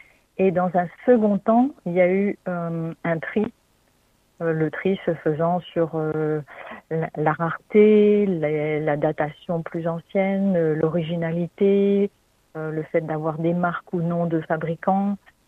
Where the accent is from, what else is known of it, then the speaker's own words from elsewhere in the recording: Normandy, France; now in Nîmes, France; je suis normande moi d'origine, hein, donc j'arrivais avec une aura très très grande au sujet des soieries de Nîmes